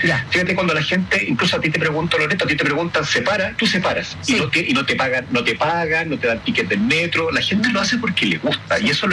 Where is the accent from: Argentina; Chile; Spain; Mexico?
Chile; Iquique, Tarapacá; Yo soy de Iquique. El comportamiento de la gente de Iquique es muy distinto al comportamiento de la gente que vive en Valdivia, o que vive en Puerto Montt